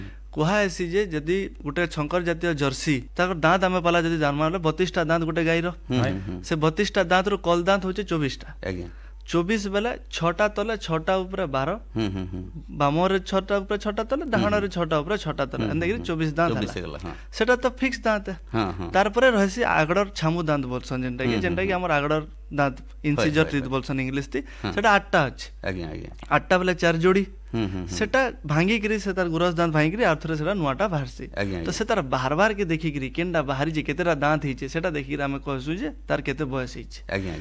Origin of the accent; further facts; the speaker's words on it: Balangir, Odisha, India; ଆମର ବଲାଙ୍ଗୀରରୁ ଆମେ ଯଦି କିଛି ଗୋଟେ ଗାଈ ଘିନି ଯାଉଛୁଁ